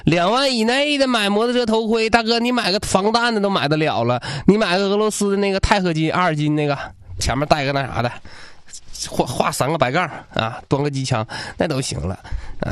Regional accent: Northeast China, China; 一般的我们东北人呢，我们那个大陆人都管摩托车呢叫摩托车

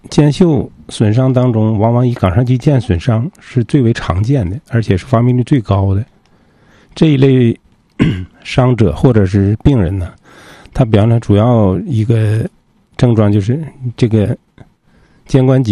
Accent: Northeast China, China; 咱们东北人

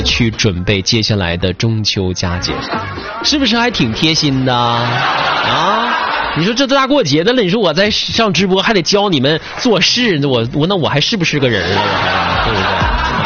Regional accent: China; 是我们中国人传统的一个美好的节日啊

